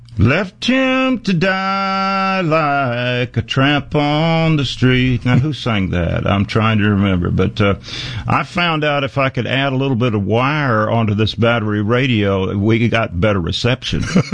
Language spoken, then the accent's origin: English; United States; growing up in the Smoky Mountains, I was listening to WSM 650 when I was 4 years old.